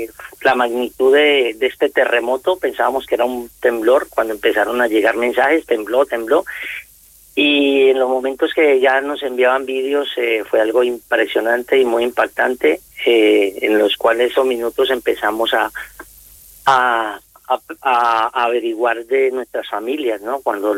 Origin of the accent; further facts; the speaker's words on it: Colombia; now in Zaragoza, Spain; El 70% pues somos colombianos normalmente